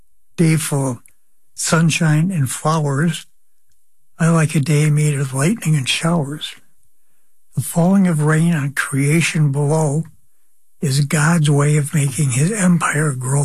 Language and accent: English; Whitefish Bay, Wisconsin, United States; also born or lived in Oklahoma; No complaints growing up in Whitefish Bay.